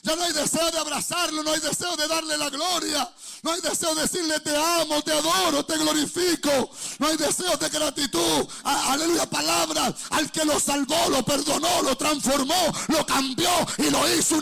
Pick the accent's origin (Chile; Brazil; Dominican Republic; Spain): Chile; soy chileno.